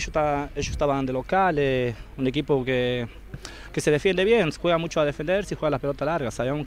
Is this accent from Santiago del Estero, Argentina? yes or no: yes; Fernández, Santiago del Estero, Argentina